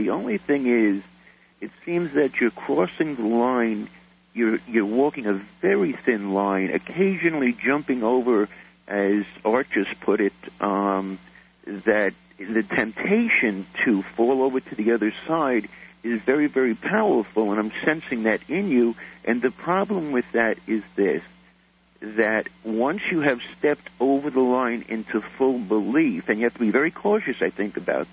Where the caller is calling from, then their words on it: Canada; I'm calling from Canada, and I'm impressed with your scientific rigor.